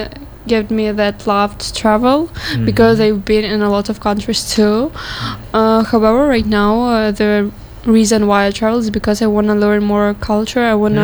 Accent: Ukraine; I'm from Ukraine.

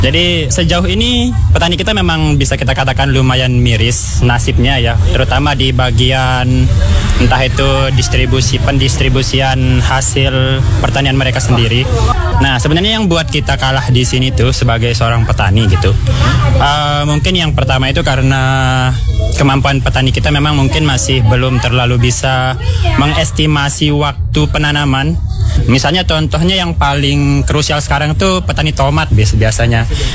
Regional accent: Kelayu, West Nusa Tenggara, Indonesia; Saya dari Lombok Timur, saya di Kelayu.

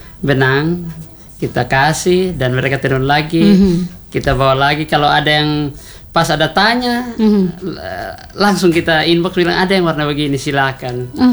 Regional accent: East Nusa Tenggara, Indonesia; beta selalu berusaha untuk beta tonjolkan ini beta pun budaya, ini beta orang NTT.

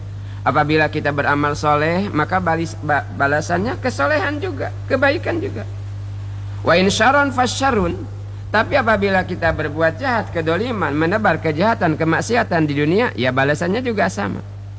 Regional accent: Bangka Belitung Islands, Indonesia; kata kita orang Bangka.

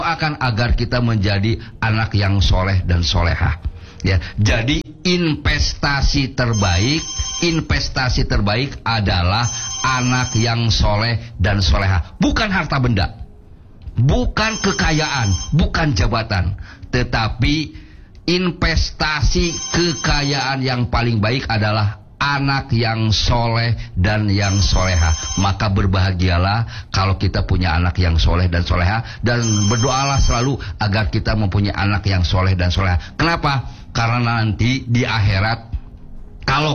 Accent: Subang, West Java, Indonesia; also born or lived in Bandung; Dulu saya waktu SMP sekolah di Subang, Pak Kasmo di Kecamatan Jalan Cagak, di SMP Jalan Cagak. Karena orang tua saya pada saat itu bekerja di perkebunan Ciater.

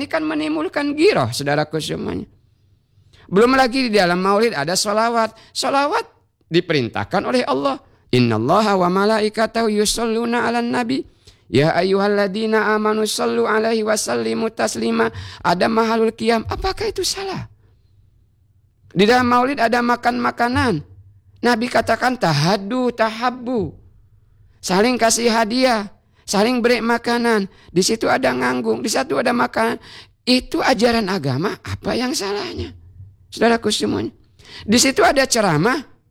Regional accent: Bangka Belitung Islands, Indonesia; kata kita orang Bangka

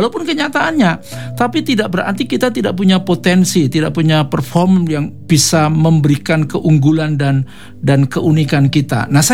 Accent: Java, Indonesia; karena saya Jawa

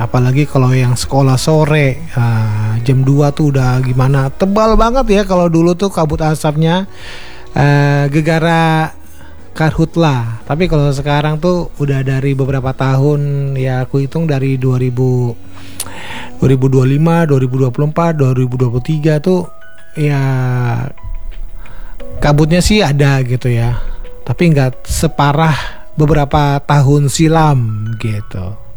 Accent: Palangkaraya, Central Kalimantan, Indonesia; kita orang Palangkaraya

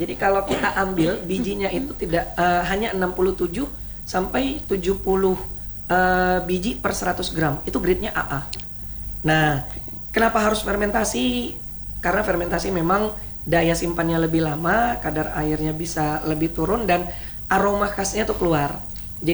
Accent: Sabang, Aceh, Indonesia; Dia bilang, Bapak dari mana? Tentu saya bilang saya dari Aceh. Tapi kalimat yang paling menarik itu dia bilang gini, Aceh di mananya? Di Sabang.

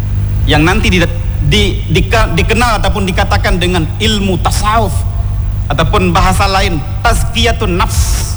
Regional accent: Aceh, Indonesia; Khususnya kita orang Aceh, kayaknya semuanya kita di Aceh

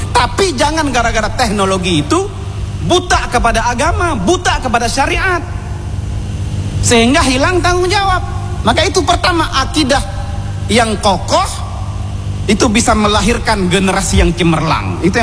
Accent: Aceh, Indonesia; aku anak Aceh, aku Muslim, maka apalagi aku membawa marwah nama Aceh

